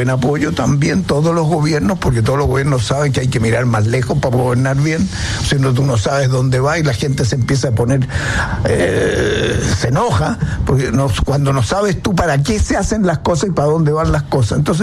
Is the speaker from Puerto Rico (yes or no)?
no; Chile; si no pensamos largo como chilenos, izquierdas y derechas, en cosas clave para el futuro.